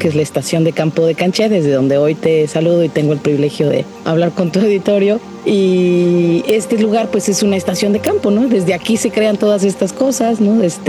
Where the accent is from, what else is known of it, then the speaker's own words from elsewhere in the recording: Chiapas, Mexico; born there; No, fíjate que yo nací en Chiapas, de ahí mi gran amor por la naturaleza, pero el trabajo me trajo acá.